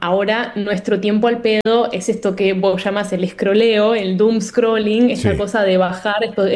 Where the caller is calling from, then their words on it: Verona, Veneto, Italy; Sigo en Verona, en la ciudad de Verona